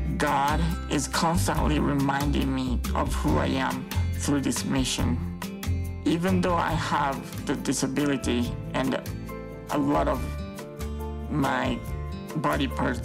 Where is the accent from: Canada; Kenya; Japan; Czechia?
Japan; now in Utah, United States; I come from Japan.